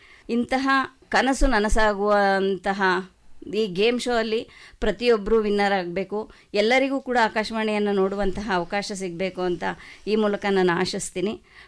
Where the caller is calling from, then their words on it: Hassan, Karnataka, India; ಹಾಸನದಿಂದ.